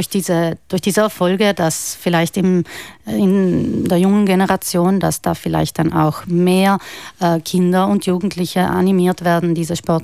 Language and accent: German; Bolzano, Trentino-Alto Adige, Italy; first language German; also born or lived in Val Gardena; ich habe zwar einen ladinischen Nachnamen, ich bin auch Grönerin, aber ich bin in Bozen aufgewachsen und ja, vielleicht würde ich sogar Deutsch als meine Muttersprache bezeichnen.